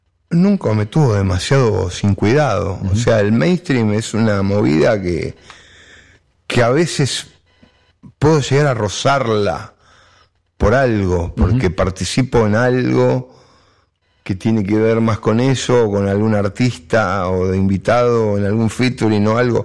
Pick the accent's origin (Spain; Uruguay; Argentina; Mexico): Argentina; El Palomar, Buenos Aires Province; Yo soy de Palomar y mi viejo tocaba jazz y daba clases. Tampoco, viste, soy del oeste.